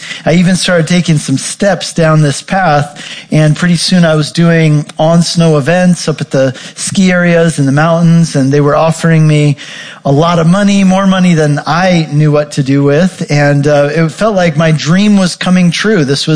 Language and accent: English; Colorado, United States; I grew up in Colorado.